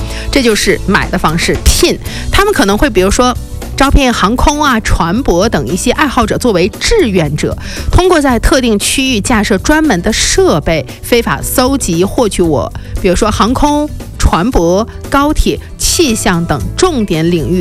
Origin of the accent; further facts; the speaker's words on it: China; 我们作为中国人